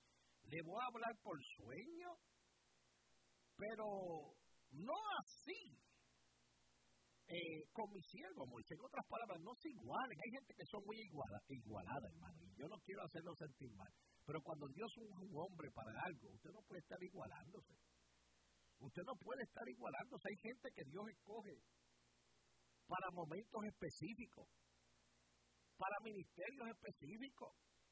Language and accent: Spanish; Caguas, Puerto Rico; ahí está en tremenda obra en el pueblo mío, cerquita donde yo me crié, en Río Caña, por el sector, se llama eso, La Ponderosa.